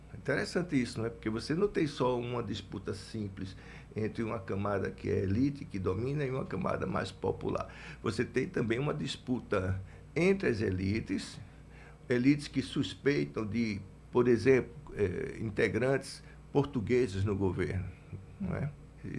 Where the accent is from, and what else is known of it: Brazil